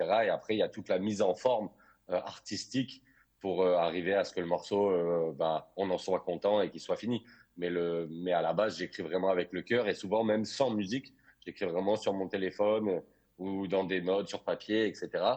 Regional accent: Toulouse, Occitanie, France; Alors, moi, je suis né à Toulouse, j'ai grandi à Toulouse et je suis toujours à Toulouse.

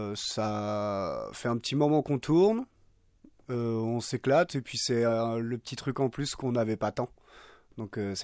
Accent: Normandy, France; Et moi, je suis natif de Normandie.

